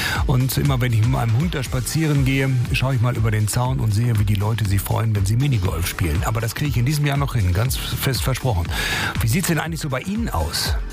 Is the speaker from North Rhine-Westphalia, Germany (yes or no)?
yes; Castrop-Rauxel, North Rhine-Westphalia, Germany; Ich gehe, wenn ich in meiner Heimat bin, fast jeden Tag am BGSV Castrop vorbei an der Anlage. Das ist der Bahnen-Golfsportverein im Stadtteil Ickern.